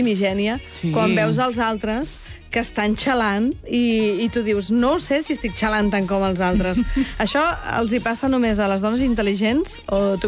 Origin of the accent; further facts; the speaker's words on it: Barcelona, Catalonia, Spain; Si soc d'Horta Guinardó, què es pot esperar més de la vida?